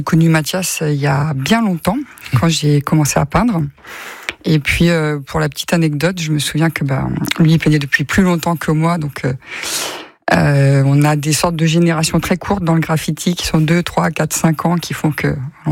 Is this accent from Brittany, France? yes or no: yes; Rennes, Brittany, France; J'ai grandi à Villejean. Et c'est très bétonné.